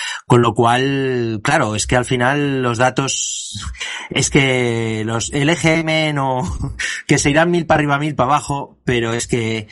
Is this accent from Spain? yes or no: yes; Aragon, Spain; que no soy independentista ni de lejos, que soy aragonés